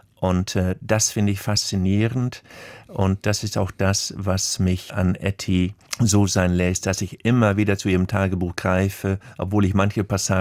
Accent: Germany; Dass ich als Deutscher mir unserer Geschichte bewusst bin.

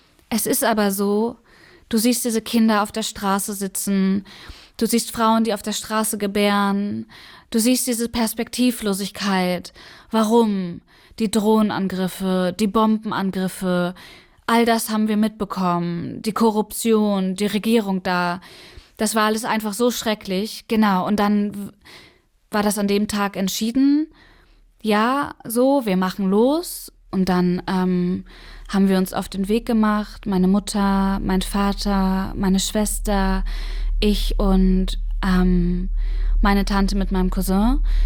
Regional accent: Afghanistan; now in Germany; Ich bin in Afghanistan geboren, 2004. Ich bin in einer Arbeiterfamilie aufgewachsen

